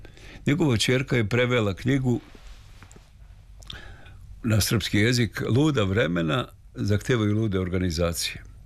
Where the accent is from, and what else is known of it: Serbia